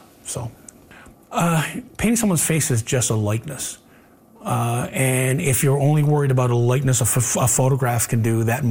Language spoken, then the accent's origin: English; Flat Bay, Newfoundland and Labrador, Canada; now in St. John's, Canada; I'm an artist from Flat Bay, Newfoundland, and I currently live in St. John's, Newfoundland